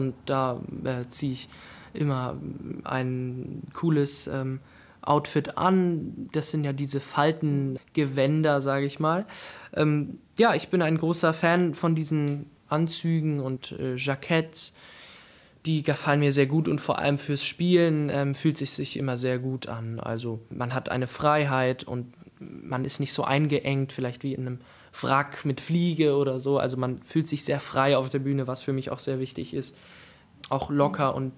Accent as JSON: {"language": "German", "town": "Weimar", "region": "Thuringia", "country": "Germany", "tie": "born or raised there", "said": "die Quelle ist Weimar. Also, das ist mein Ursprung, wo ich herkomme"}